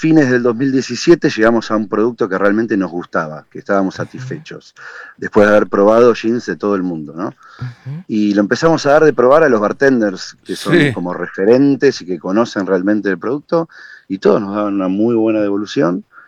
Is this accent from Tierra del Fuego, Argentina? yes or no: no; Buenos Aires, Argentina; born there; also born or lived in Villa Devoto, Buenos Aires; now in Hurlingham, Argentina; Yo, en Capital, en Villa del Parque